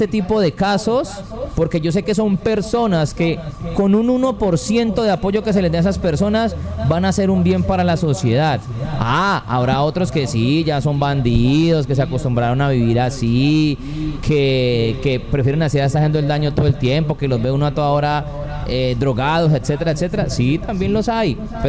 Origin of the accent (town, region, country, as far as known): Cali, Valle del Cauca, Colombia